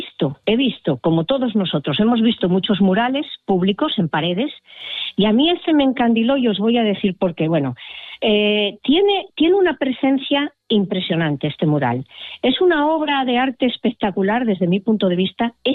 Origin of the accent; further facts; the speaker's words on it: Tudela Veguín, Asturias, Spain; born there; A cualquiera que nacimos en Tudela Beguín, dice, hola, estoy aquí. Es como una bienvenida a cualquiera que haya nacido allí. Y que además visitamos el pueblo en fechas señaladas.